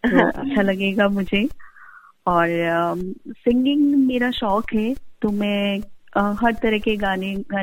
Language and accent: Hindi; Rajasthan, India; now in Bangalore, India; बैंगलोर रहती हूँ और मैं निवासी हूँ जो हूँ राजस्थान की ही हूँ।